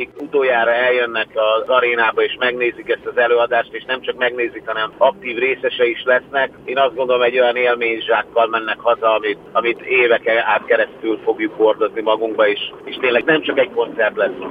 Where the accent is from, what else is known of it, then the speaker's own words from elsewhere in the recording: Nyíregyháza, Szabolcs-Szatmár-Bereg, Hungary; aminek lesz Nyíregyházán is, hogyha ott jársz itt a szülővárosunkban